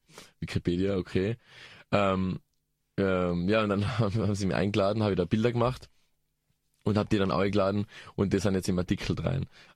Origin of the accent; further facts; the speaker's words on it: Innsbruck, Tyrol, Austria; Also es gibt ja bei uns in Innsbruck alle ein, zwei Monate ein lokales Treffen